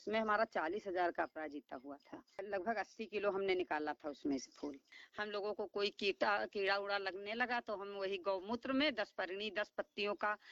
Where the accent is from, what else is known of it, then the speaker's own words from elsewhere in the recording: Dhineni, Uttar Pradesh, India; मैं ग्राम पंचायत धिनेनी से हूँ। मेरा जिला सीतापुर ब्लॉक बिसवा।